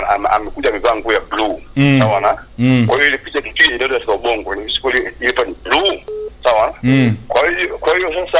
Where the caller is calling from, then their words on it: Liwale, Lindi, Tanzania; napiga simu kutoka Liwale hapa.